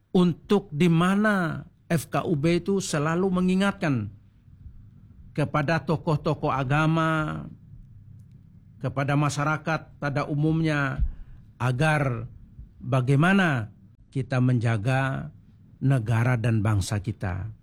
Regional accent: East Nusa Tenggara, Indonesia; born there; now in Surabaya, Indonesia; tempat kelahiran saya, yaitu di NTT sana, itu bahasanya itu hampir 100 lebih bahasa. Bahasa daerah maksud saya.

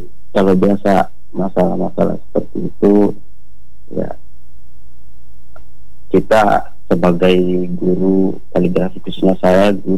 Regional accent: East Nusa Tenggara, Indonesia; born there

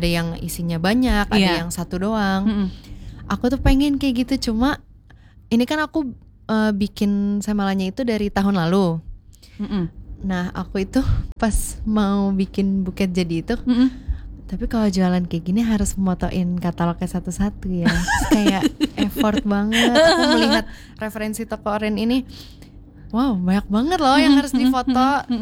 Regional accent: Bekasi, West Java, Indonesia; moved away as an adult; now in Surabaya, Indonesia; Aku asli Bekasi.

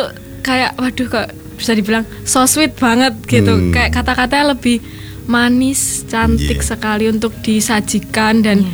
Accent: Yogyakarta, Special Region of Yogyakarta, Indonesia; born there; udah lahir di Jogja, itu kan pasti diajarinya juga awalnya dari bahasa Jawa dulu gitu.

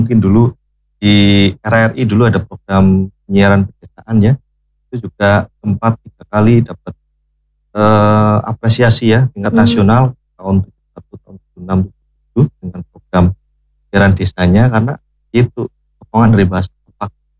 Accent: Central Java, Indonesia; accent: Ngapak; saya menggunakan bahasa ngapak

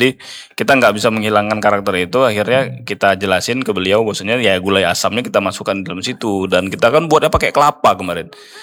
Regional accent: Tanjung Balai, North Sumatra, Indonesia; jadi kita memang Melayu Tanjung Balai, di mana kita dulu pernah tinggal di Sungai Dua itu kan.

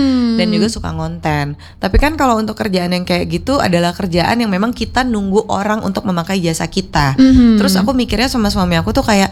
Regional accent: Palembang, South Sumatra, Indonesia; now in Bandung, Indonesia; Aku orang Palembang.

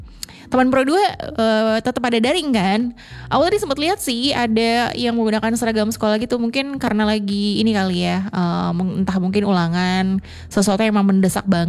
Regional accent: Palembang, South Sumatra, Indonesia; sebagai warga kota Palembang, sebagai warga Sumatera Selatan

